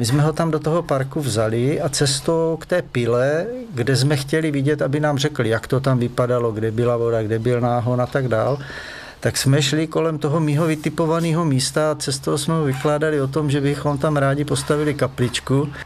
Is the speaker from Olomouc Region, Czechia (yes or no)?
yes; Žádlovice, Olomouc Region, Czechia; now in Loštice, Czech Republic; Jako dítě jsem bydlel v Žadlovicích